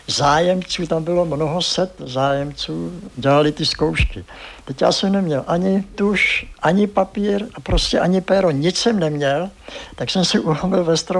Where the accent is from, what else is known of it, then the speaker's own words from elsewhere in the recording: South Bohemian Region, Czechia; no, dělal jsem tady zkoušky a teď vidím, že nejsem přijatý, jsem z Jižní Čech.